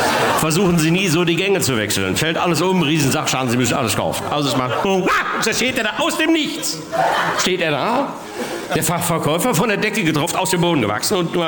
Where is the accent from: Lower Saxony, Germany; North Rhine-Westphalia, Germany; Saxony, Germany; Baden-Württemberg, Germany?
North Rhine-Westphalia, Germany; Bochum